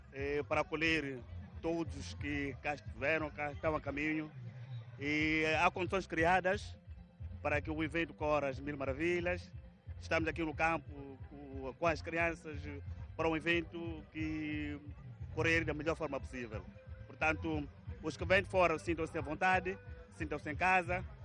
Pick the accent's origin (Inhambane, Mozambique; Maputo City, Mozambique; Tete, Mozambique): Inhambane, Mozambique; Sou de Inhambane, Fausto, sim. Sou de Inhambane.